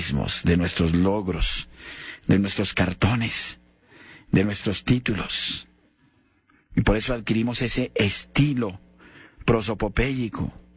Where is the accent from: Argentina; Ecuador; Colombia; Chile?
Colombia